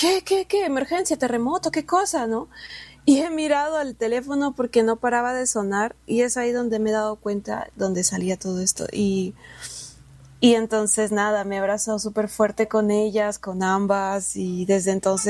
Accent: Peru; quiero ponerle sonidos peruanos, quiero ponerle mucha personalidad de donde yo vengo.

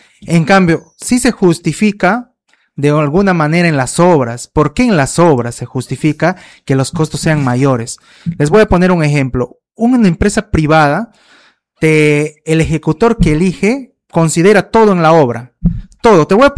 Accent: San Martín, Peru; moved away; estoy esta semana de vacaciones en mi tierra, en San Martín.

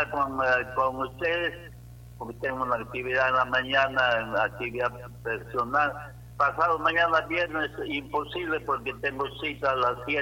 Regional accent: Huarmaca, Piura, Peru; de mi tierra, de Huarmaca

